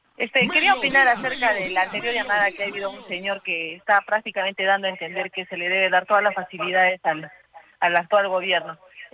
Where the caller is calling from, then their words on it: Arequipa, Peru; Yo soy del distrito de Cerro Colorado